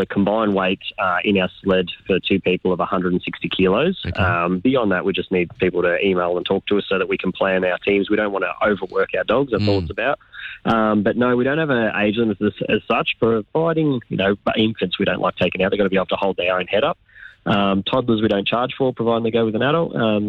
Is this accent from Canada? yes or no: no; Australia; I've realised along the way that I'm Australian.